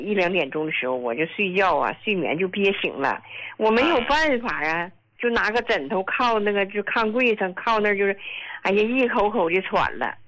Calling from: Yingkou, Liaoning, China; 我是来自辽宁，就是营口的患者。

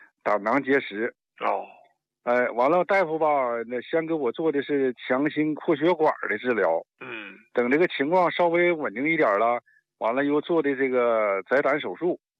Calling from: Changchun, Jilin, China; 哎，你好，老师，我是东北长春的呀。

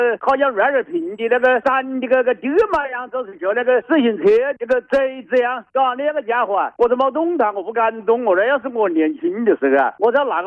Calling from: Wuhan, Hubei, China; 我是黄陂蛇口的。

